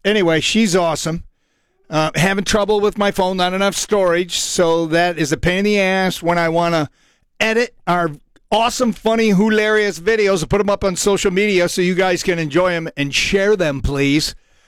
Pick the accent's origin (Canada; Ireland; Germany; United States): Ireland; I went with green because I'm Irish.